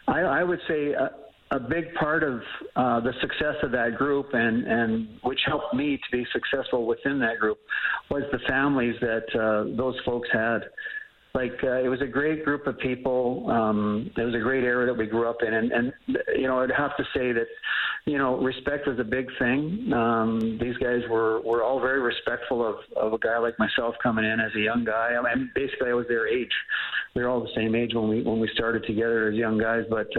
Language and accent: English; Banff, Alberta, Canada; I grew up in Alberta in a small town, Banff, Alberta, and I was like, any young kid growing up in the 60s